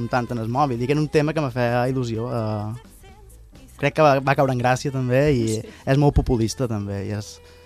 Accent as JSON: {"language": "Catalan", "area": "Menorca", "region": "Balearic Islands", "country": "Spain"}